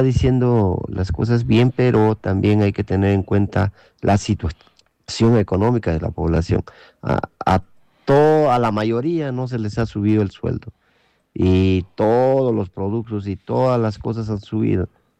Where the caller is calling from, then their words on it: Cerro Colorado, Arequipa, Peru; Le llamo desde Cerro Colorado.